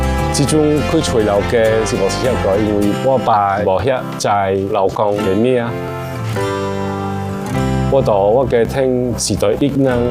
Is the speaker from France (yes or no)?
yes; France; also born or lived in Chaoshan; 我在法国肯定承认我是法国人嘛，跟亲戚什么就用潮州话，潮州话还是心里的语言。